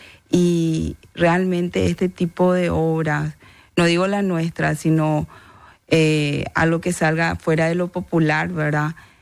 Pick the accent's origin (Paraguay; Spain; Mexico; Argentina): Paraguay; realmente nosotros como ciudadanos paraguayos debemos de seguir teniendo esta cultura